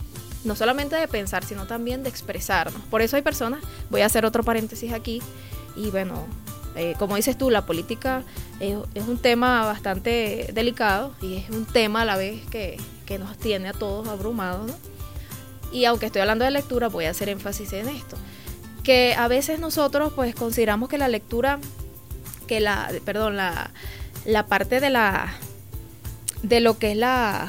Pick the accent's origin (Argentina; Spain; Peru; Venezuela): Venezuela